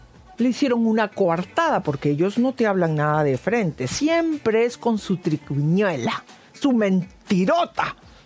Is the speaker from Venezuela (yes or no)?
no; Peru; darnos cuenta del gran valor que tenemos como peruanos y de lo que representa nuestra patria para nosotros